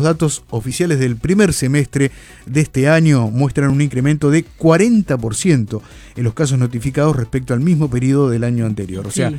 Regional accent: Argentina; Tenés razón. Somos argentinos.

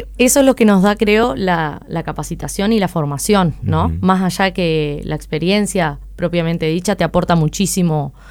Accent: Uruguay; nosotros acá en Uruguay

